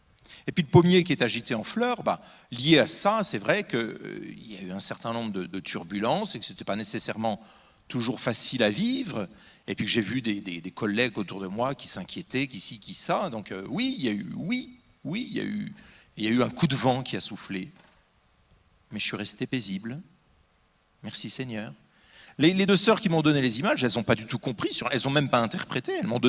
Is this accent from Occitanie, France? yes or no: no; Normandy, France; Je suis normand